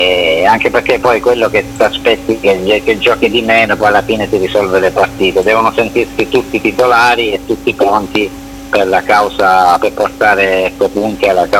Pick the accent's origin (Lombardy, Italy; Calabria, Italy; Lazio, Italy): Calabria, Italy; Palizzi; moved away; anche se parti da un piccolo paese, sono di Palizzi